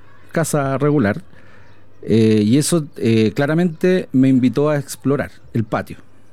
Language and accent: Spanish; Conchalí, Santiago Metropolitan, Chile; Yo soy oriundo de Conchalí.